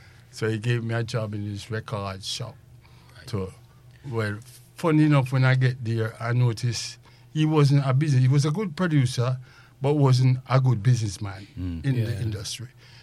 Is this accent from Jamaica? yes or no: yes; Jamaica; I grew up in Jamaica